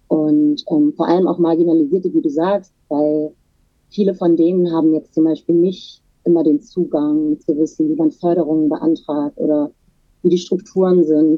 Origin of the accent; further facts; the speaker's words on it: Turkey; Erstmal, ich bin ja selber Türkin und queer und natürlich interessieren mich diese Themen auch sehr.